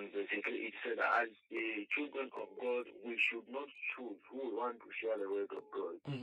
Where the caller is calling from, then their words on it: Livingstone, Southern Province, Zambia; from Livingstone.